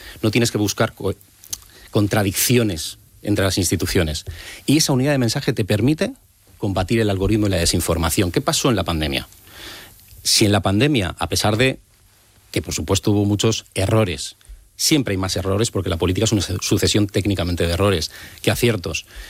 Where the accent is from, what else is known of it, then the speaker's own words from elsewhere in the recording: Spain; espero el tiempo prudencial, como cualquier español, de cuando me vaya a tocar y poder hacerme la intervención.